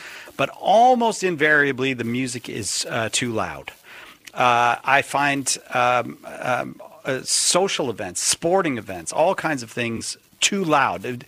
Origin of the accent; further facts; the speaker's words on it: Boston, Massachusetts, United States; See, I'm from Boston. Wicked means something different to us.